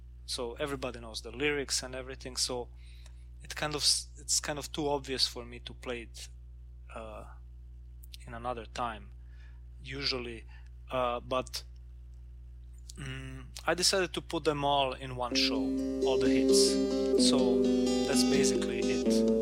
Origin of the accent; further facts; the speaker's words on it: Croatia; because I am from Croatia